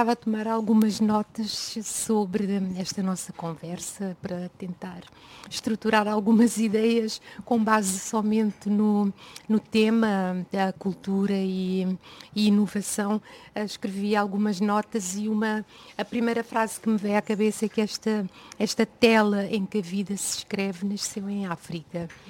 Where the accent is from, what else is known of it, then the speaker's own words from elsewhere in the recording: Portugal; also born or lived in Cape Verde; tendo eu crescido aqui em Portugal, nasci em Cabo Verde, mas cresci cá